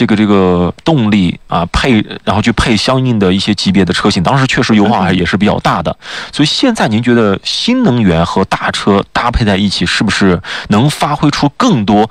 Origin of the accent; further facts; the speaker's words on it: China; 我们中国人